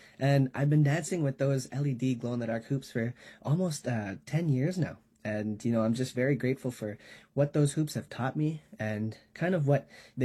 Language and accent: English; Ottawa, Ontario, Canada; So what we did was we actually went back to the community where we grew up in Ottawa